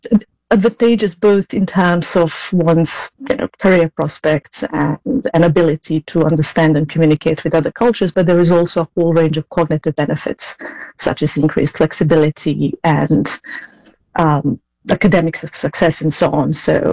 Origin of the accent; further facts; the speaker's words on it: Serbia; English is a second language; now in Cambridge, United Kingdom; I'm Serbian, yes. I learned English at school from the age of 10, maybe. So I would be classed officially as a late bilingual